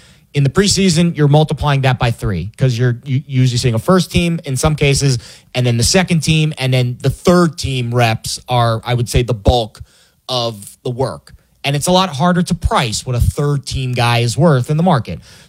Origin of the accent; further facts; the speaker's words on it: Florida, United States; Like I grew up in South Florida and in the 90s, and that's when Sawgrass Mills Mall.